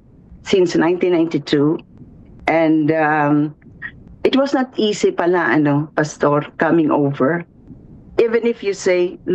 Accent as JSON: {"language": "Tagalog", "town": "Bacolod", "region": "Western Visayas", "country": "Philippines", "moved": "as an adult", "lives_now": "California, United States", "said": "taga-Bacolod ako"}